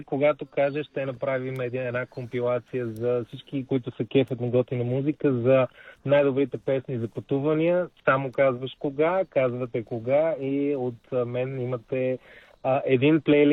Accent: Sofia, Sofia City, Bulgaria; като един софиянец, който избяга от леката жегичка в София и задух

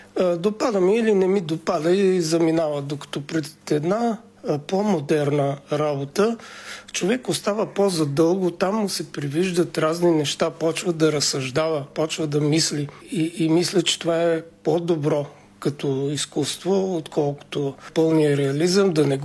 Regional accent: Montana, Montana Province, Bulgaria; born there; moved away as an adult; now in Shumen, Bulgaria; роден съм в Монтана, град Монтана, не щат Монтана. Ами там, сега както го цитират, северо-западналия край

